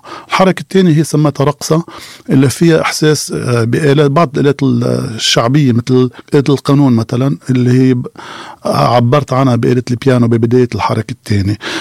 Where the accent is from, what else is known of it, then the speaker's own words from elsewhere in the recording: Lebanon; accent: Lebanese; رح بحكي باللهجة اللبنانية.